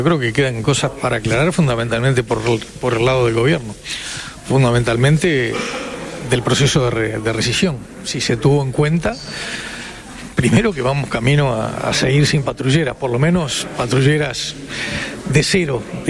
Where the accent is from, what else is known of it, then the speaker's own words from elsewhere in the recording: Uruguay; Y lo otro es que a nosotros nos preocupa como uruguayo